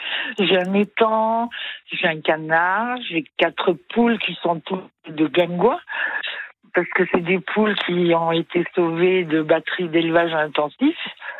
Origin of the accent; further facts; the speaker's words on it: Grand Est, France; quand j'étais petite, je vivais en Alsace et j'habitais à côté d'une forêt.